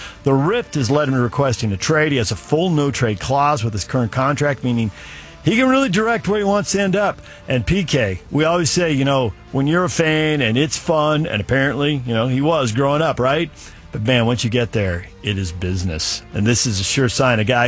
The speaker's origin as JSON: {"language": "English", "town": "San Diego", "region": "California", "country": "United States", "tie": "born or raised there", "moved": "yes", "lives_now": "Davis County, Utah, United States", "said": "growing up in San Diego, I did."}